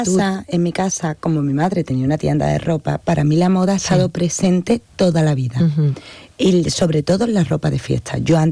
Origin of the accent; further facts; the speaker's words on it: Seville, Andalusia, Spain; Aunque nací en Triana, sigo en Los Remedios, sí, y yo soy de mi barrio de siempre. Además, somos las dos de Los Remedios.